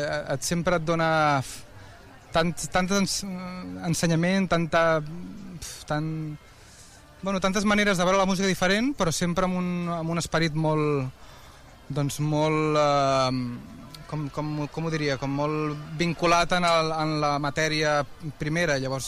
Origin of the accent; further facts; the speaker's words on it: Sant Andreu de la Barca, Catalonia, Spain; i més avui, el dia de la Diada, aquí a Sant Andreu, al meu poble.